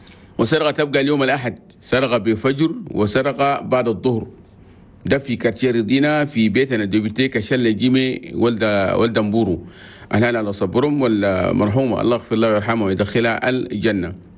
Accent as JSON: {"language": "Arabic", "country": "Chad"}